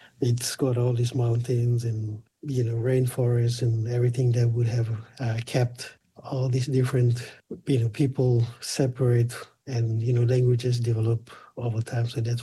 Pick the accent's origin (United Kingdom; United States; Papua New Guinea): Papua New Guinea; Port Moresby, National Capital District; I'm from Kirakira village, right in the heart of Port Moresby, the capital city of Papua New Guinea.